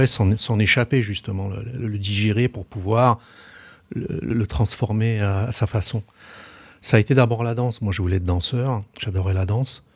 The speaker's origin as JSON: {"language": "French", "country": "France", "tie": "born there", "said": "On est né en France, moi je suis né en France"}